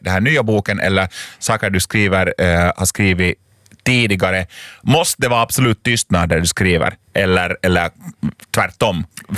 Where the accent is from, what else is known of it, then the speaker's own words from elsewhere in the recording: Lapinjärvi, Uusimaa, Finland; Sen i och för sig, jag kommer själv från Östra Nyland, från Lappträsk, och där finns det många som heter, som riktiga efternamn, Lustig.